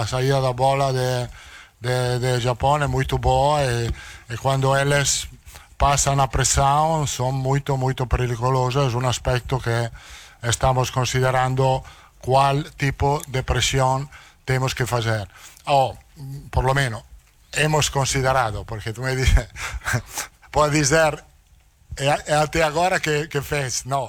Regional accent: Italy; Portuguese is a second language

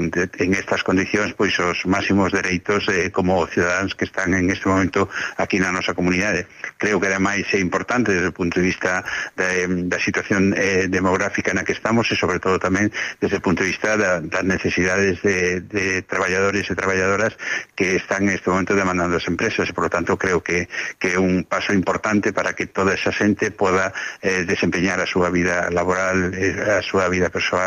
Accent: Galicia, Spain; en el caso de Galega, que fuimos una comunidad eminentemente migrante hasta ahora

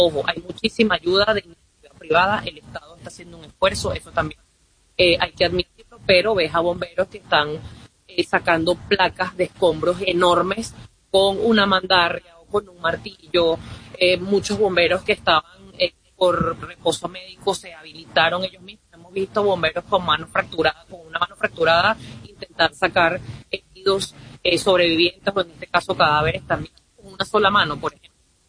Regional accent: Venezuela; cuando tocan tu tierra

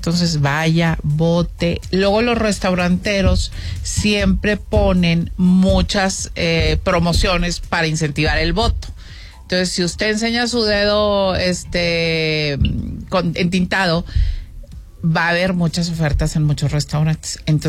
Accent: Mexico

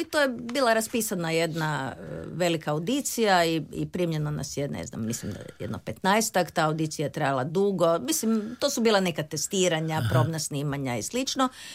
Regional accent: Zagreb, City of Zagreb, Croatia; Da, ja sam rođena u Zagrebu, tu sam završila gimnaziju, filozofski fakultet, komparativnu književnost i filozofiju

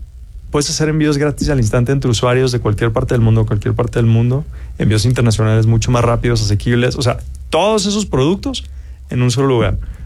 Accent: Mexico; Y pues eso, como mexicano, me da mucho orgullo, ¿no?

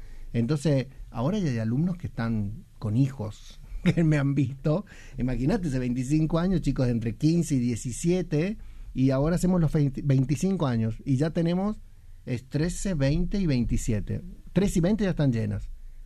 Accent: San Juan, Argentina; now in Córdoba, Argentina; soy sanjuanino, he trabajado mucho tiempo en San Juan

